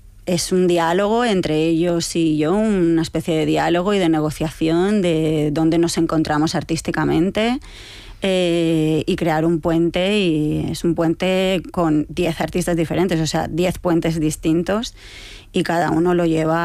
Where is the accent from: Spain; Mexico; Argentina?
Spain